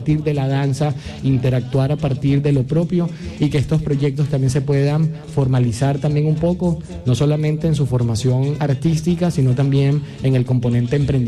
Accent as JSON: {"language": "Spanish", "town": "Montería", "region": "Córdoba", "country": "Colombia", "tie": "born there"}